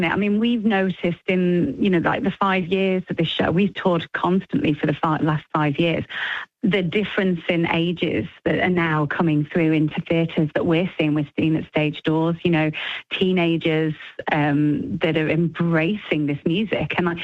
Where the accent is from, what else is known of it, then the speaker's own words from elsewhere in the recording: United Kingdom; obviously for me as a Brit, we have this very much a sort of stiff upper lip